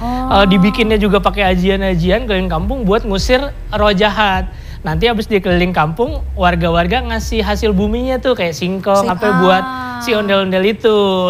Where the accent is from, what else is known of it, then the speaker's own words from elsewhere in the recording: Jakarta, Indonesia; sebagai warga Betawi